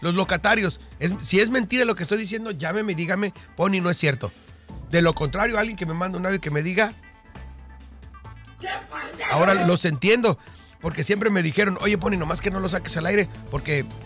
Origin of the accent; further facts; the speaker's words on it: Mexico; now in Tijuana, Mexico; Vamos a hacerlo sentir bien, como mexicanos que somos.